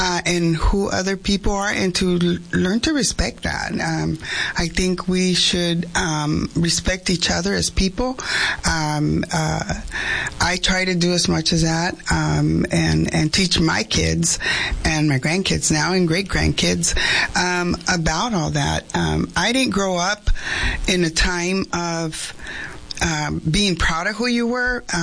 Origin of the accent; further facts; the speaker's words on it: Yuma, Arizona, United States; I am a Mexican American. My parents are from the state of Jalisco. I was born here in Yuma, so I'm a Yuma native.